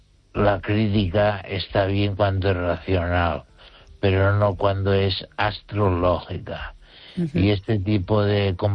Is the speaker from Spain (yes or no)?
yes; Spain; soy un español que razona, no se olvide